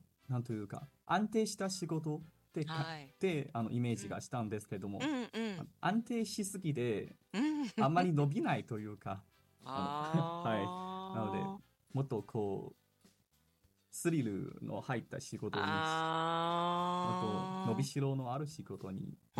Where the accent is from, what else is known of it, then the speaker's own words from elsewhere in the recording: Huzhou, Zhejiang, China; Japanese is a second language; moved away as an adult; also born or lived in Hokkaido, Japan; now in Kyoto, Japan; 中国の浙江省の湖州市、うん、湖、はい、湖の州の湖州市の出身で、日本に来てもうおよそ2年半になります。